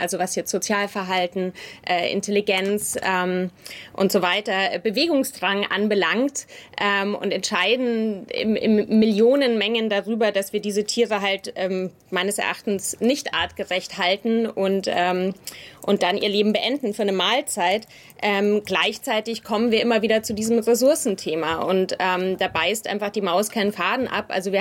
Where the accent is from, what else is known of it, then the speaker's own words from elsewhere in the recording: Bavaria, Germany; Ich selbst bin auch mit Fleisch groß geworden. Ich bin in Bayern aufgewachsen.